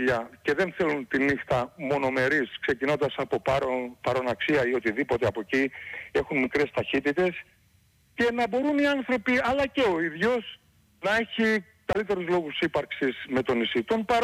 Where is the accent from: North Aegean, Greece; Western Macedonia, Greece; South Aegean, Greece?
South Aegean, Greece; Kalymnos; όπως λέμε εμείς εδώ στο νησί μου, την Κάλυμνο